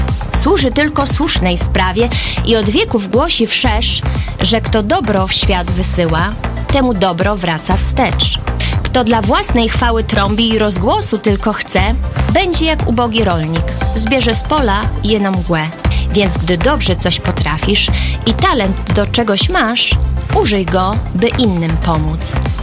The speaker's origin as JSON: {"language": "Polish", "town": "Mińsk Mazowiecki", "region": "Masovian Voivodeship", "country": "Poland", "said": "u nas w Mińsku i w okolicach"}